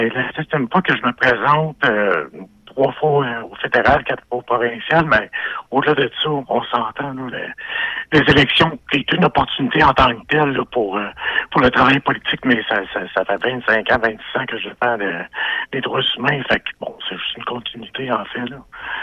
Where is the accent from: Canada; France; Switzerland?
Canada; Quebec; que je viens de Gaston, que je viens d'ailleurs, je viens du Québec, puis que mon implication politique continue ici aujourd'hui